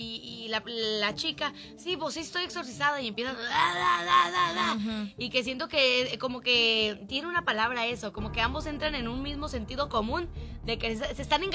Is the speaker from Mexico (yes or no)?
yes; Veracruz, Mexico; Pues yo soy de Veracruz, de la zona norte del estado de Veracruz.